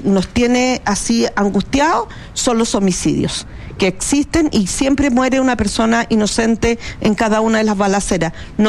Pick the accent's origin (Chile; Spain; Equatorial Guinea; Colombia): Chile; Lo que pasa es que estamos sintiendo que somos chilenos de segunda categoría.